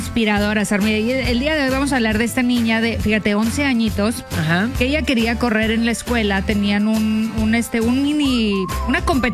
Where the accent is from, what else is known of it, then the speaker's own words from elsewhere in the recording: Chihuahua, Mexico; Yo soy de Chihuahua y, bueno, pues obviamente nosotros tenemos la Sierra Tarahumara, ¿no?